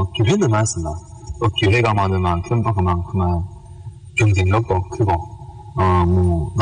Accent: Yanbian, Jilin, China; 우리 고향 연변

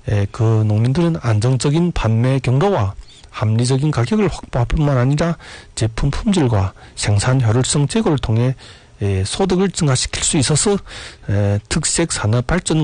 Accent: Yanbian, Jilin, China

